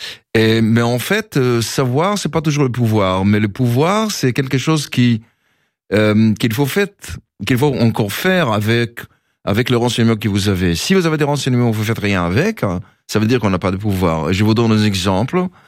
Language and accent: French; Jerusalem, Jerusalem District, Israel; French is a second language; Alors, je suis né à Jérusalem, ça vous savez déjà. Et il y a quelques années que je suis né à Jérusalem. Ça fait longtemps qu'on a passé à Jérusalem pour éduquer.